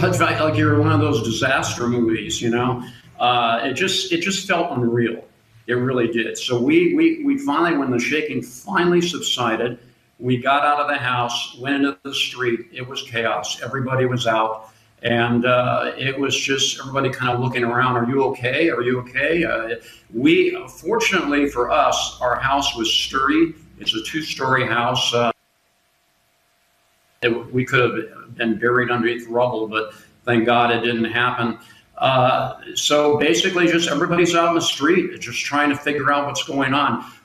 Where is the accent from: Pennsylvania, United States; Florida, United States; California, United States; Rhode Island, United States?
California, United States; now in Cali, Colombia; I am from California. So I grew up with earthquakes.